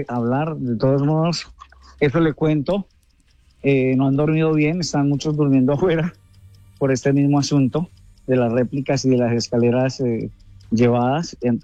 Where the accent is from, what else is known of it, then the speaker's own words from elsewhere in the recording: Pereira, Risaralda, Colombia; mi ciudad Pereira. Yo soy pereirano desde pequeño.